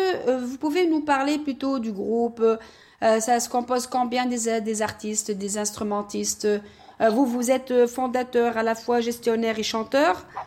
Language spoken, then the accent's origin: French; Montreal, Quebec, Canada; je suis vraiment très honorée d'être Montréalaise et je dis toujours, je suis Montréalaise.